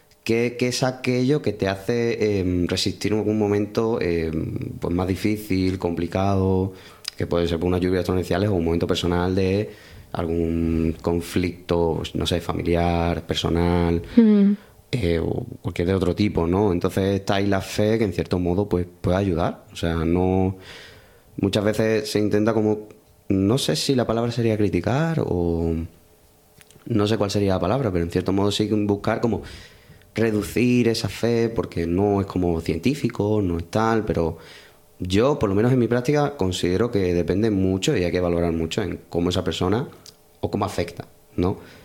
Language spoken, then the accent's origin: Spanish; Seville, Andalusia, Spain; also born or lived in Granada; now in Málaga province, Spain; Soy de Sevilla realmente. Ya luego pues, me vine a Granada. Granada me enamoró. Y ya pues de ahí pues me quise quedar aquí. Pasa que, bueno, me salió esto en Málaga, en el pueblito este. Y ya pues me tuve que ir